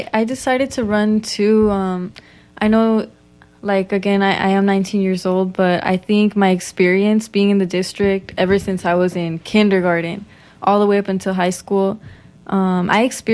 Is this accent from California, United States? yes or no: yes; Bloomington, California, United States; born there; middle school at Jobaka Middle School, and then Bloomington High School I graduated.